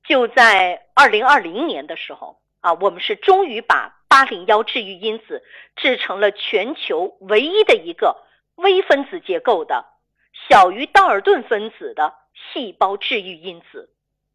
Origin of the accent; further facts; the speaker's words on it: China; 是我来自于中国，我的背后有祖国传统的中医药学的支持